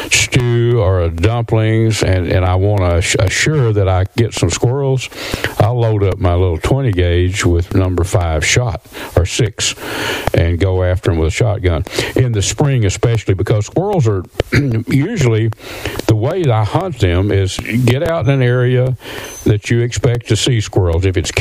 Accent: Red River County, Texas, United States; When I grew up in East Texas, I grew up in Northeast Texas, up in Red River County, which is very rural still, and it's up on the Red River up that way, northeastern part of the state.

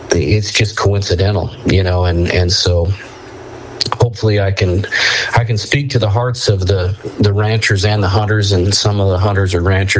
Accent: Utah, United States; growing up in Utah, if you grow up as a rural kid here in Utah

